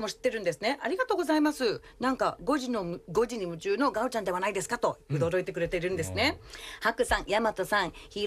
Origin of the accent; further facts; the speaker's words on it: Yokohama, Kanagawa, Japan; 大好きですよ。私横浜出身なので。